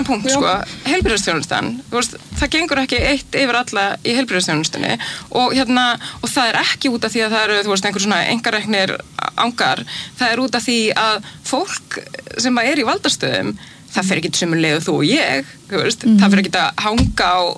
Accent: Sweden; now in Iceland; Ég alinn upp í Svíþjóð og bjó opaslega lengi þar.

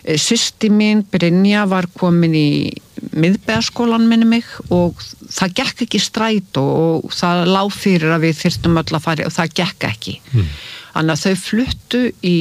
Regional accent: Hornuþorp, Capital Region, Iceland; Ég er sem sagt ólst upp í Hornuþorpi sem að fæstir vita hafi verið til. Það var fyrir neðan Grafarholt, það sem golföllurinn í Grafarholt er núna.

